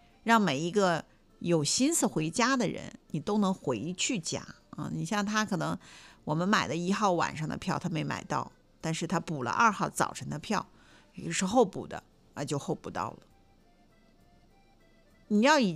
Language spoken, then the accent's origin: Chinese; China; 我们中国人